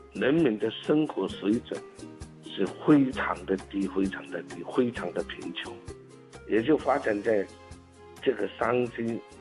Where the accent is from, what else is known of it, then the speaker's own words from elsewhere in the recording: Jinjiang, Fujian, China; moved away as an adult; now in Madagascar; 我们泉州晋江